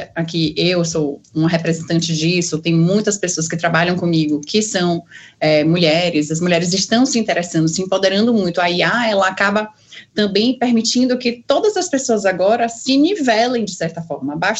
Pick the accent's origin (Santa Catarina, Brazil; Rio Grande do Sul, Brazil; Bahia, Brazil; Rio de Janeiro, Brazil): Bahia, Brazil; moved away as an adult; now in São Paulo, Brazil